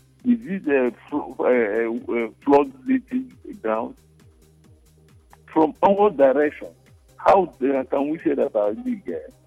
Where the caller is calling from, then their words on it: Port Harcourt, Rivers, Nigeria; I'm calling from Port Harcourt.